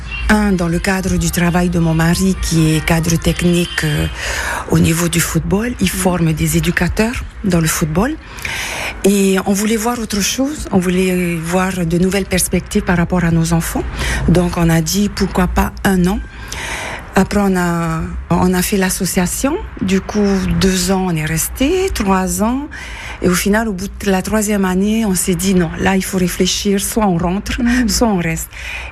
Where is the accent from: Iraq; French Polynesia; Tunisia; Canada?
French Polynesia; Windward Islands; now in Toulouse, France; Je viens de la Polynésie française et je suis originaire de l'île de Mouria, qui est l'île sœur de Tahiti. Quand on prend le ferry, ben c'est à 30 minutes.